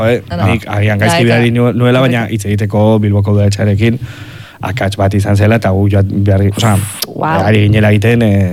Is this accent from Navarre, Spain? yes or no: yes; Pamplona, Navarre, Spain; nik ez dut euskalkirik, Iruñakoa naiz